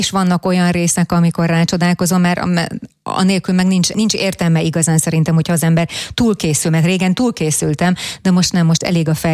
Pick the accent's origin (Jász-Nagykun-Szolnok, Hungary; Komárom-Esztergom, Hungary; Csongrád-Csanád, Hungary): Jász-Nagykun-Szolnok, Hungary; Jászfelsőszentgyörgy; born there; Én falum Jászfalsószentgyörgy